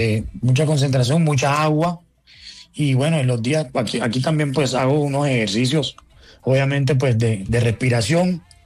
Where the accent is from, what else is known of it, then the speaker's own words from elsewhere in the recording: Cartagena, Bolívar, Colombia; pelados que llegaron de Bucaramanga, del eje cafetero, de la costa, como yo que llegué de Cartagena, de muchas partes